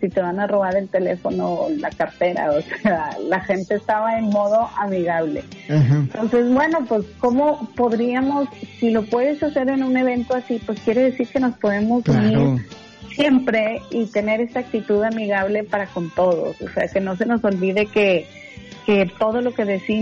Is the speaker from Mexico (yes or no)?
yes; Mexico